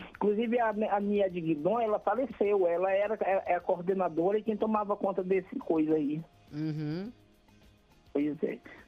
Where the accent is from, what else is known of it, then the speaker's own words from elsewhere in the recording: Teresina, Piauí, Brazil; born there; Eu nasci ali perto do Rio Parnaíba.